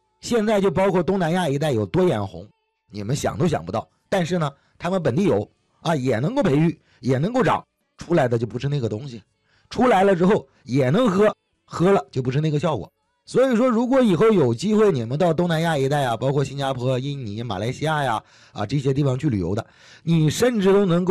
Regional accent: Heilongjiang, China; accent: Northeastern (Dongbei); moved away; 我最近一段时间我发现我这东北口音越来越重了。我们黑龙江东北老家有句话叫多牛啊，

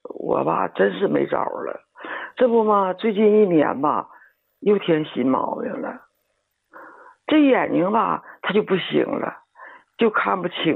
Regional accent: Heilongjiang, China; 我是黑龙江的。

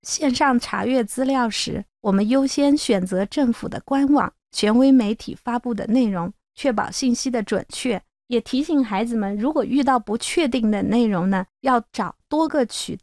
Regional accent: Kunming, Yunnan, China; 原来一锅长白菜里藏着我们昆明人的民俗意义，一座老房子里装着我们云南人的生存智慧。

